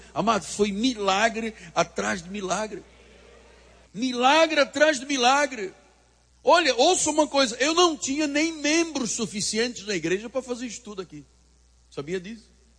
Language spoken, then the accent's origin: Portuguese; Portugal; accent: Portuguese; now in Brazil; ele reconheceu no meu sotaque, que eu tinha origem portuguesa